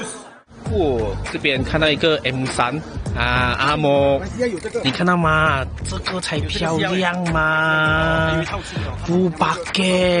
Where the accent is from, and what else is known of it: Sarawak, Malaysia